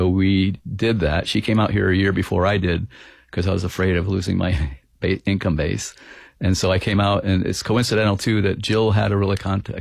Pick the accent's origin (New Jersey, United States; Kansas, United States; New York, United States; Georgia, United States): New York, United States; I said, I'm this guy from New York.